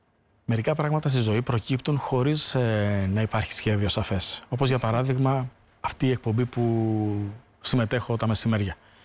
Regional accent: Tripoli, Peloponnese, Greece; now in Athens, Greece; Το να φύγω από την πόλη μου και να βρεθώ σε μια πόλη όπως είναι η Αθήνα που συχαινόμουν πραγματικά

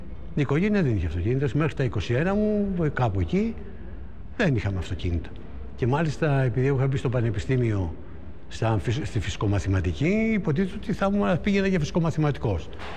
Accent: Erythraia, Attica, Greece; Στην Ερυθρέα.

